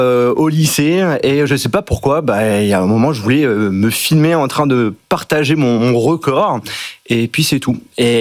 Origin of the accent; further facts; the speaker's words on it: Strasbourg, Grand Est, France; moved away as an adult; now in Lyon, France; Actuellement, en effet, ça fait depuis 5 ans que je vis à Lyon, mais sinon, de base, je suis alsacien, strasbourgeois.